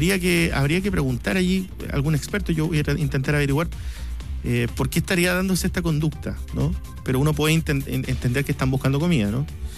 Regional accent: Magallanes, Chile; yo vengo de la región de Magallanes y allá los avistamientos de pumas son bastante seguidos en la zona de la región

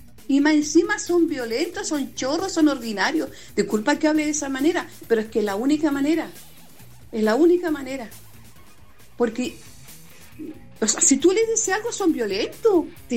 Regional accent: Lota, Biobío, Chile; yo soy nacida y criada en Lota.

